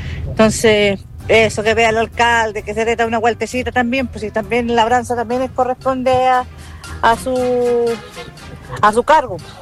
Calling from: Temuco, Araucanía, Chile

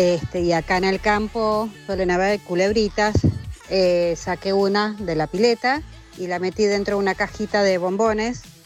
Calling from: Exaltación de la Cruz, Buenos Aires, Argentina; soy de acá de Exaltación de la Cruz.

